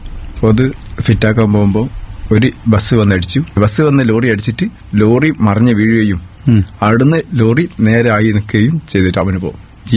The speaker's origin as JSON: {"language": "Malayalam", "town": "Maloor", "region": "Kerala", "country": "India", "tie": "born or raised there", "said": "വീട് മാലൂരാണ്, മാലൂർ കപ്പറ്റപ്പയിൽ."}